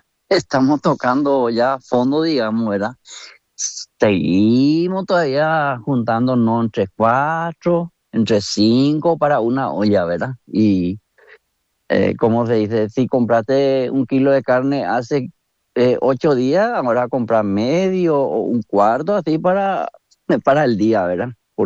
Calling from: Paraguay; los camioneros que venimos de Paraguay

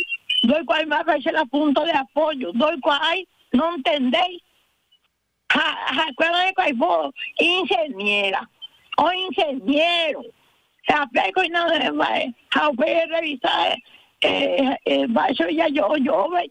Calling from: Paraguay

